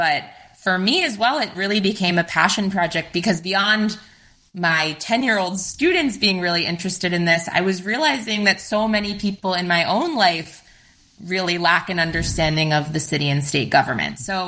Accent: New York, United States; I grew up in New York

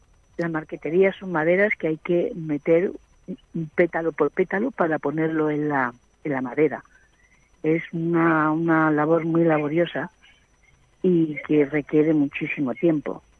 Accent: Madrid, Community of Madrid, Spain; Sí, sí, yo soy de Madrid.

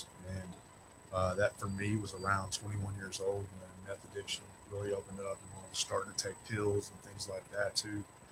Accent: Fordyce, Arkansas, United States; So I was raised in South Arkansas, a little town called Fordyce. Go Red Bugs. So if anybody from Fordyce happens to be listening to this, I'm rooting for y'all this year.

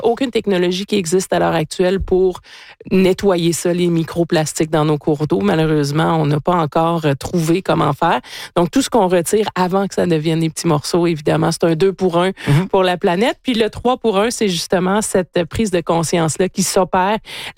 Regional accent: Rimouski, Quebec, Canada; Donc, puis nous, à Rimouski, moi, je viens de Rimouski, notre triste signature régionale, c'est des carcasses de voitures.

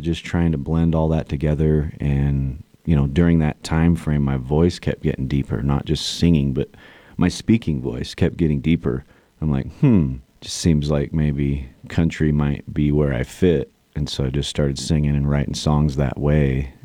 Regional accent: Sandy, Utah, United States; also born or lived in Tennessee; I'm from Sandy, Utah.

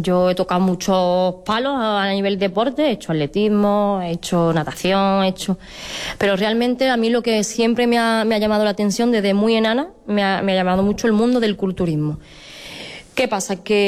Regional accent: Palma del Río, Andalusia, Spain; Para mí es un orgullo competir en mi pueblo.

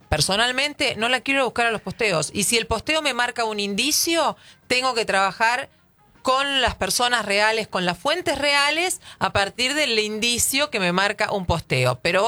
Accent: Argentina; seguimos siendo los argentinos a pesar de haber sido los segundos.

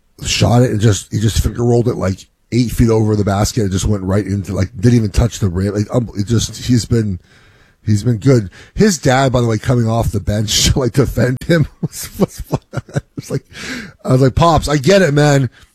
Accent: Los Angeles, California, United States; born there

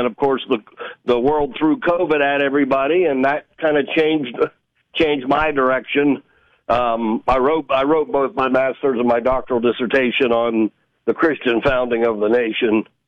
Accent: Columbus, Ohio, United States; moved away as an adult; now in Pennsylvania, United States; They all moved to Columbus, Ohio once the steel mill closed. So I was born and raised in Columbus, graduated in 83

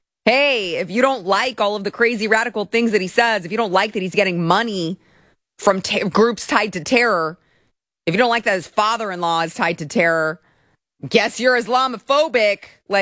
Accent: United States; because I'm an American

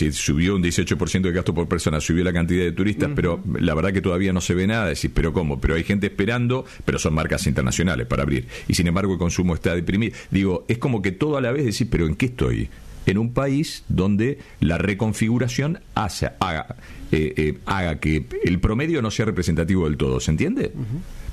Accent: Rauch, Buenos Aires Province, Argentina; pasá por Rauch. Exactamente. Por mi pueblo.

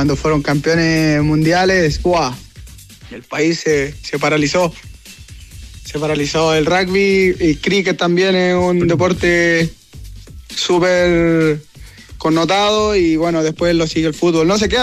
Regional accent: Chile; now in South Africa; Y esperamos lo que venga, es que esperar nomás y a darle, como todo chileno, siempre para adelante.

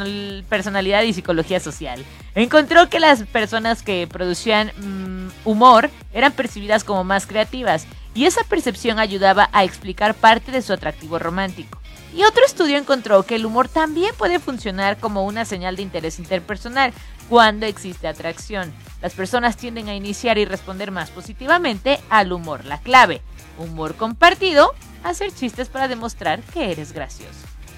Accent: Mexico; como mexicanos nos burlamos genuinamente hasta de la muerte

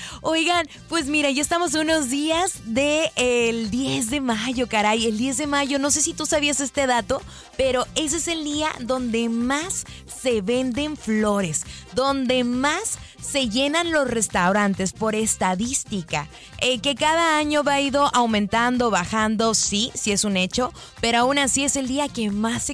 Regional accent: Mexico

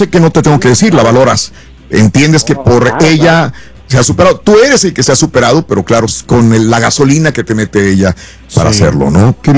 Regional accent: the Valley, Texas, United States; ahí vas por mi tierra

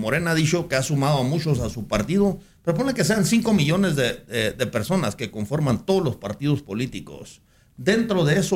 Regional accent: Mexico; los mexicanos podemos solapar al líder

